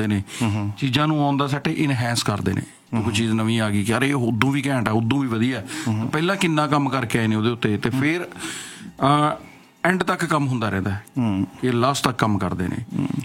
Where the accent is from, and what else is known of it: Punjab, India